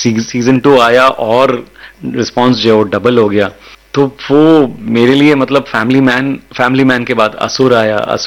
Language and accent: Hindi; Mumbai, Maharashtra, India; तो मैंने बोला मैं मुंबई में पला बड़ा हूँ, मराठी बोल लेता हूँ.